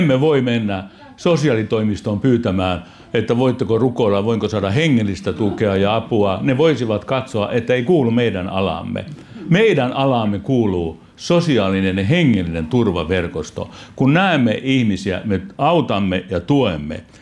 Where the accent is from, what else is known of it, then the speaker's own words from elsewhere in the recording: Perniö, Southwest Finland, Finland; Meillä Perniössä äiti oli kaupassa töissä ja isä valtion rautateissä ja asuimme valtion omistamassa talossakin.